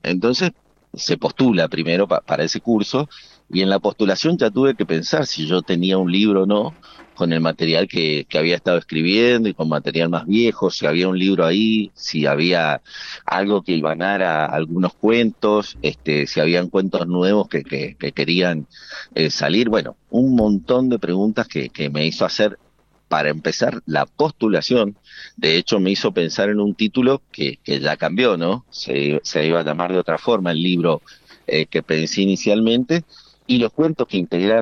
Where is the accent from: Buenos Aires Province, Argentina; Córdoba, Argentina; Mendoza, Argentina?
Mendoza, Argentina; Creo que soy el único mendocino